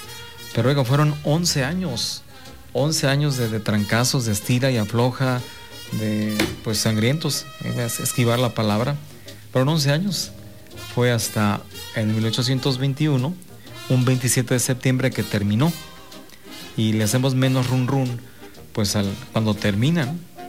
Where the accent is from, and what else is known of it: Mexico